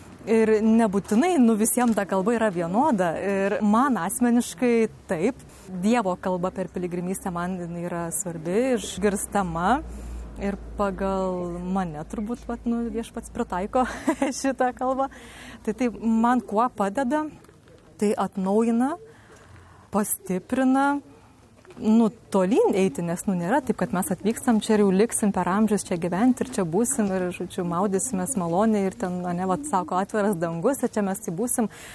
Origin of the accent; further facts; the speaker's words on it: Aukštaitija, Lithuania; Esu aukštaitė, bet atvykau į Žemaičių kalvarijos čia.